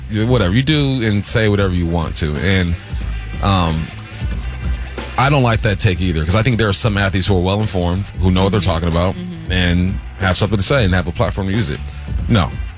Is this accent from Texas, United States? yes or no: no; Los Angeles, California, United States; now in Seattle area, United States